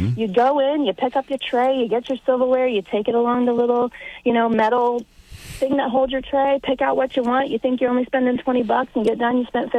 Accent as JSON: {"language": "English", "region": "Ohio", "country": "United States", "said": "as I went up to Northeast Ohio, so we're Central Ohioans, so I'm from Central Ohio myself"}